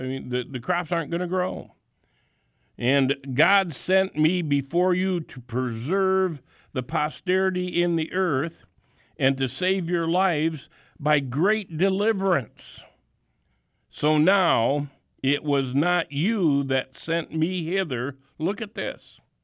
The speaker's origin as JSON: {"language": "English", "town": "Lake Orion", "region": "Michigan", "country": "United States", "tie": "born or raised there", "also_born_or_lived": "Haiti", "moved": "as an adult", "lives_now": "Oak Creek, Wisconsin, United States", "said": "I was born and raised in Michigan."}